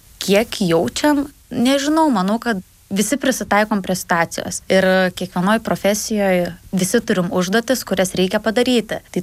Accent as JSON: {"language": "Lithuanian", "region": "Šiauliai County", "country": "Lithuania", "said": "Esu kilusi iš Akmenės rajono, iš dar mažesnio šiek tiek nutolusio miestelio, bet visada širdis buvo čia"}